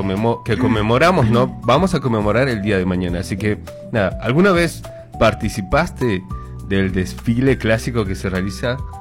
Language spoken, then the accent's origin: Spanish; Bolivia; born there; moved away; yo nací en Bolivia.